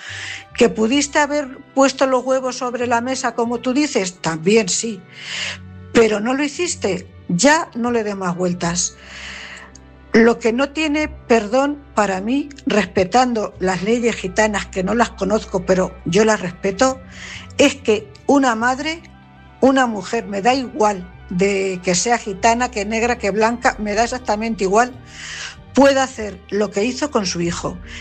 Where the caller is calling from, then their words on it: Cuenca, Castilla-La Mancha, Spain; corresponsal de Cuenca.